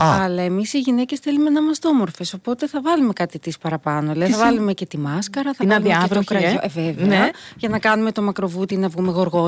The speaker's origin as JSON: {"language": "Greek", "country": "Greece", "said": "είμαι Ελληνίδα μάνα"}